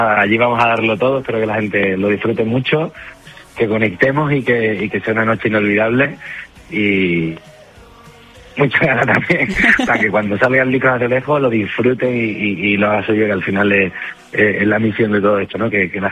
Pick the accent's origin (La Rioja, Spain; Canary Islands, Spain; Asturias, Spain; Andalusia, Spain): Andalusia, Spain; Seville; yo soy de Sevilla, sí. Y en nuestras casas, yo he crecido en la casa de mis abuelos